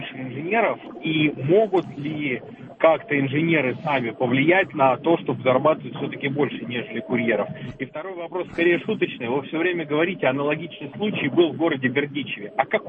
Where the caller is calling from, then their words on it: Domodedovo, Moscow Oblast, Russia; Домодедово.